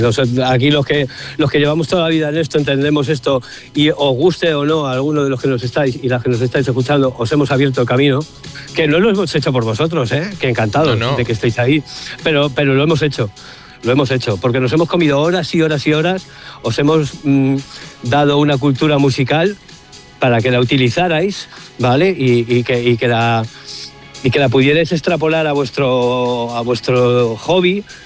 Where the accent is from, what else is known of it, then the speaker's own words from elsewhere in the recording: Canary Islands, Spain; yo, Eduard es la península ibérica y yo soy Canarias.